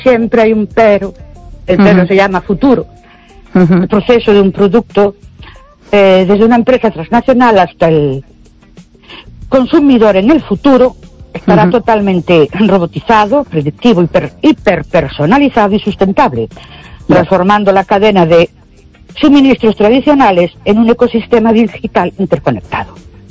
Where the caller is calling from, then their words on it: Ourense, Galicia, Spain; de Ourense.